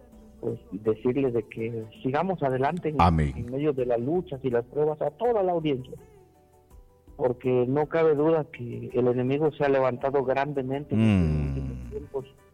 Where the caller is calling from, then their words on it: Aguacatán, Huehuetenango, Guatemala; Le estoy llamando de aquí, … de Aguacatán.